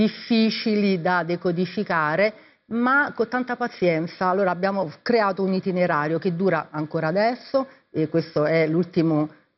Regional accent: Gaeta, Lazio, Italy; io sono di Gaeta

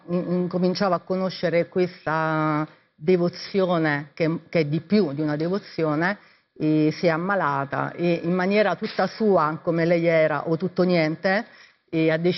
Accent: Gaeta, Lazio, Italy; io sono di Gaeta

